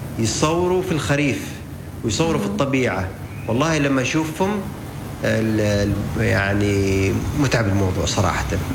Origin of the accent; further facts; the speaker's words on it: Oman; فنحن مصورين عمانيين، صناع أفلام عمانيين، صناع محتوى عمانيين